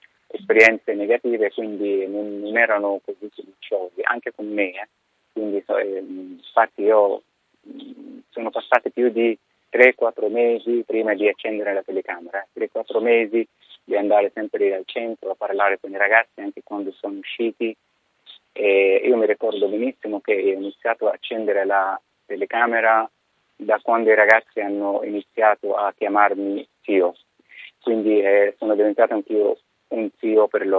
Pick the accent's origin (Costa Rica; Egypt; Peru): Egypt; non perché sono egiziano, perché sono egiziano, ma perché veramente il numero più alto dei ragazzi viene proprio dall'Egitto.